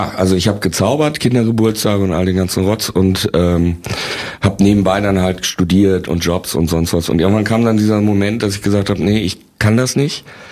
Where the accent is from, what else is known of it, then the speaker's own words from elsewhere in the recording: Bielefeld, North Rhine-Westphalia, Germany; Ich bin ja Bielefelder